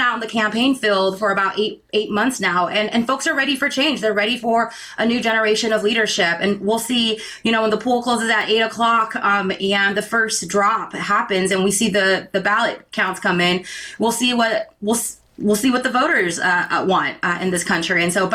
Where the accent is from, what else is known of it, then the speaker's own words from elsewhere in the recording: Sacramento, California, United States; as a daughter, a refugee, growing up in South Sacramento